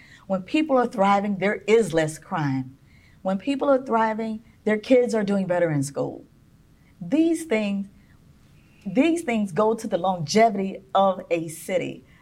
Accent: Fort Myers, Florida, United States; I'm from Dunbar. I love Dunbar.

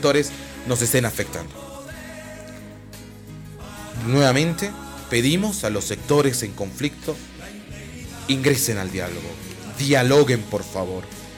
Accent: Bolivia; Somos bolivianos.

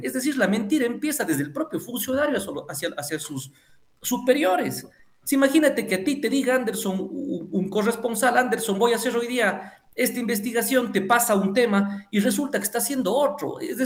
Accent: Ecuador

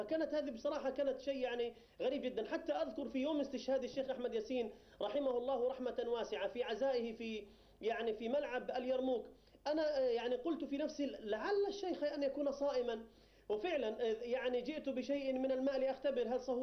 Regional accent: Palestine; بلادنا فلسطين

